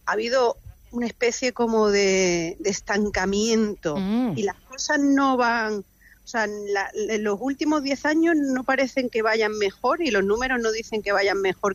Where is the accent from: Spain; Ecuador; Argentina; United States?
Spain; Linares, Andalusia; moved away as an adult; yo soy de Linares, de Jaén